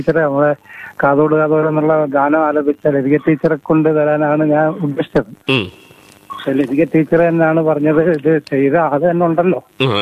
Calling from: Kerala, India; ഞാൻ തൃക്കരുവരിൽ നിന്ന് വിളിക്കുകയാണ്.

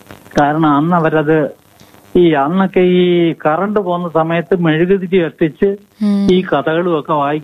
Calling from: Kollam, Kerala, India; കടപ്പാക്കടയിൽ നിന്നാണ്.

